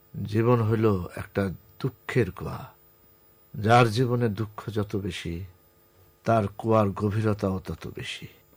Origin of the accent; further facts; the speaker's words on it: Dhaka, Dhaka Division, Bangladesh; also born or lived in Manikganj; আমি তো বেড়ে উঠেছি আসলে ঢাকায়, আমি আমার বয়স 3-4 বছর পর্যন্ত আমি গ্রামে ছিলাম। তারপরে আব্বার যখন কোয়ার্টার পেল ধানমন্ডিতে, ধানমন্ডি গভর্নমেন্ট বয়েজ হাই স্কুলে, আব্বা তো শিক্ষক ছিলেন ইংলিশের এবং হোস্টেল সুপারিনটেন্ট, তা আমরা 63 সালে ঢাকায় চলে এসেছি।